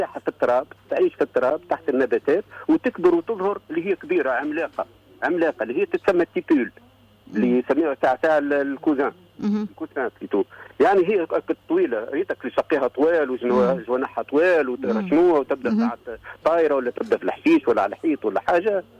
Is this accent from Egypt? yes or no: no; Tunisia; عندنا انواع عديده في تونس